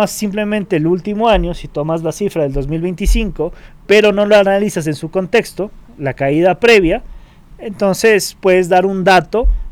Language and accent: Spanish; Ecuador